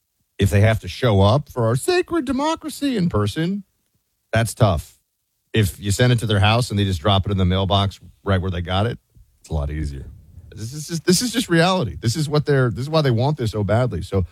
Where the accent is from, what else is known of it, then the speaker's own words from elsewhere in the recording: New York, United States; growing up in New York, Clay, this, you can wander through whole parts of Brooklyn